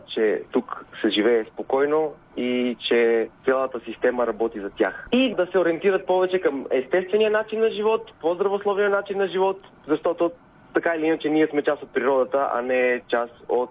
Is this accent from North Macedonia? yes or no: yes; North Macedonia; now in Bulgaria; аз съм и доста близо до место, откъдето идвам от Македония, тук менталитета си е нашия